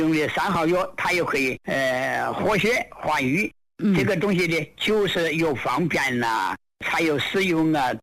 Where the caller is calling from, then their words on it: Songzi, Hubei, China; 我松滋新建口城区的。